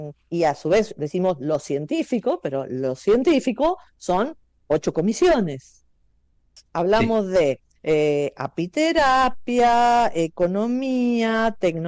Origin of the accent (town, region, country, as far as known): Argentina